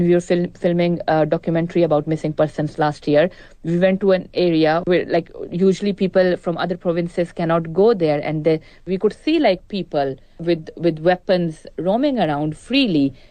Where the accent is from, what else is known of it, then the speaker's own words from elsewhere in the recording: Pakistan; I am a Pakistani national, but I work with the BBC